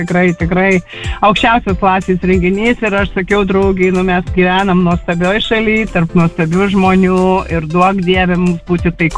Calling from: Kaunas, Kaunas County, Lithuania; Ne, ne, mes iš Kauno.

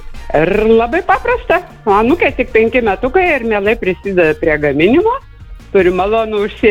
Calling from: Gargždai, Klaipėda County, Lithuania; Esu iš tikrųjų iš Gargždų, svečiuojasi pas anūkus Vilniuje.

